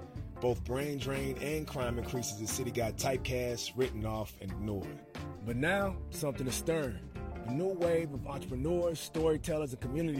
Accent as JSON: {"language": "English", "town": "Pine Bluff", "region": "Arkansas", "country": "United States", "said": "I'm from Pine Bluff, actually. So I'm from Pine Bluff"}